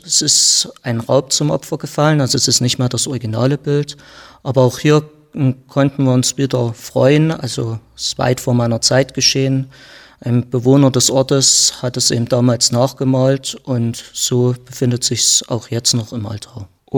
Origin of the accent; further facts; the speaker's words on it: Hammerunterwiesenthal, Saxony, Germany; Ich stamme aus Hammer unter Wiesenthal